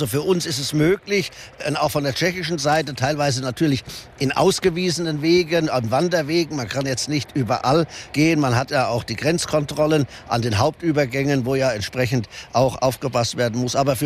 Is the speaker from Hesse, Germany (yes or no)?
no; Wittgenstein, North Rhine-Westphalia, Germany; moved away as an adult; now in Lam, Germany; Ich komme aus dem Altkreis Wittgenstein. Heute gehört es zu Siegen-Wittgenstein, mit den Höhenlagen rund um Berleburg reingehend, dann ins Sauerland, Winterberg, Astenberg und so weiter.